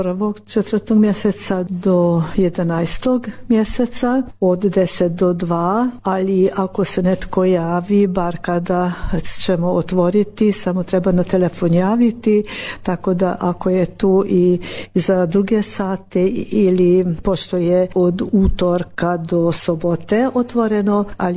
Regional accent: Lakócsa, Somogy, Hungary; kod nas u Lukovišću

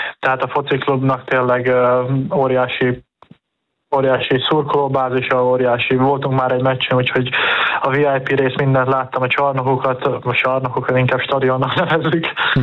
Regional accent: Hungary; magyarok vagyunk

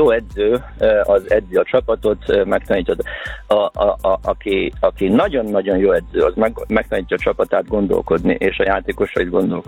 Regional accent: Odorheiu Secuiesc, Harghita, Romania; mert gyerekkoromban Székelyudvarhelyen ugye a női kézilabda akkor A divízióba játszott, és akkor én még egy ilyen ifjúsági játékos voltam

